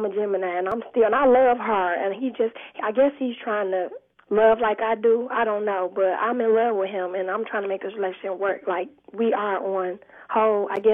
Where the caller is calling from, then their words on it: Detroit, Michigan, United States; I'm calling from Detroit.